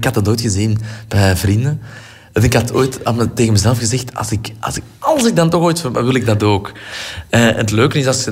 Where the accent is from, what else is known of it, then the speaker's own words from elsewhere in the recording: Antwerp, Flanders, Belgium; Hier in Antwerpen, we hebben de mooiste toren van alle torens in de wereld. Die zal altijd roepen naar mij. Altijd. Dus dat kan ik me moeilijk inbeelden dat die stad... Dat ik die ooit echt helemaal zou verlaten.